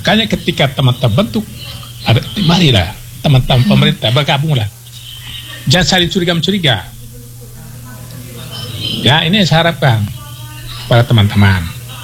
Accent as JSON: {"language": "Indonesian", "region": "East Nusa Tenggara", "country": "Indonesia", "said": "adat kita orang Ende Leo"}